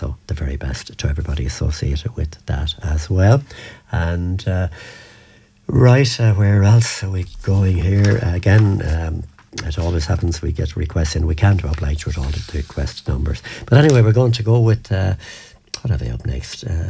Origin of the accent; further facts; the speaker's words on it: Munster, Ireland; I'm down in Kerry. I'm from Kerry.